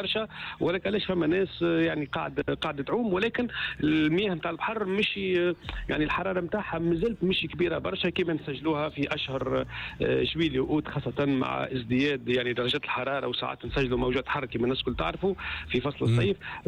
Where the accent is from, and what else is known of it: Tunisia